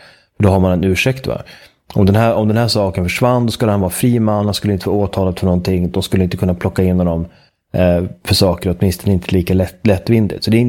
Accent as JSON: {"language": "Swedish", "country": "Sweden", "said": "Känner jag faktiskt över att mitt hemland håller på med den här märkliga dansen."}